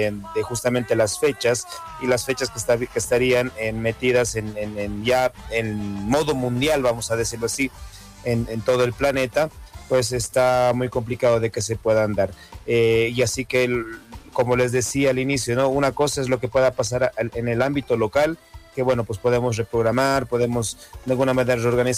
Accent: Bolivia; la casa que tenemos como bolivianos

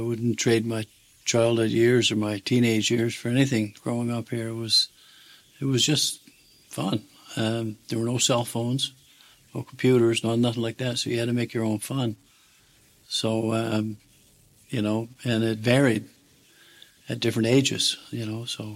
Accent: Woody Point, Newfoundland and Labrador, Canada; I was born in Norse Point Cottage Hospital. I live in Woody Point until I was about 24. Then I moved away and came back in 2021.

